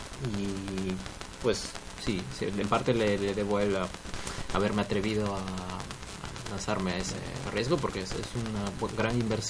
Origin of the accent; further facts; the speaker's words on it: La Libertad, Peru; born there; moved away; No, yo nací en la Sierra de la Libertad.